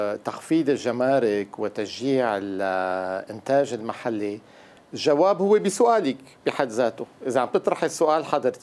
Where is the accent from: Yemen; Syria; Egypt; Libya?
Syria